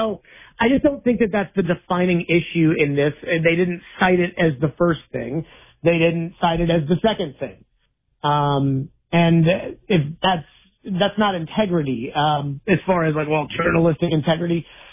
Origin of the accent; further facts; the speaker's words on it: Nashville, Tennessee, United States; Well, I grew up in Nashville